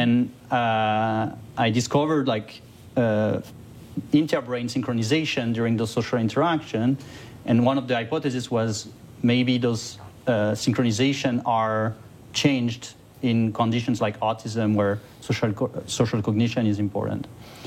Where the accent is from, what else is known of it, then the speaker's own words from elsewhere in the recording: France; now in Montreal, Canada; I'm originally from France, but now I'm living in Montreal.